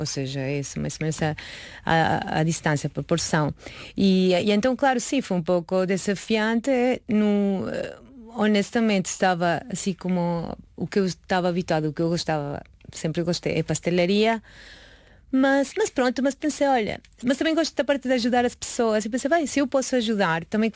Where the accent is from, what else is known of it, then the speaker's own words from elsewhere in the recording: Mexico; Pronto, sou mexicana, obviamente, o que eu comia em casa.